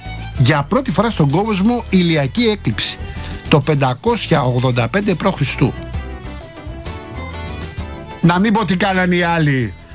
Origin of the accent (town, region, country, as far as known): Greece